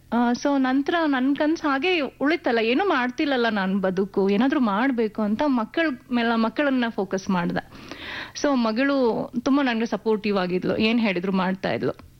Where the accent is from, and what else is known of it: Bengaluru, Karnataka, India; born or raised there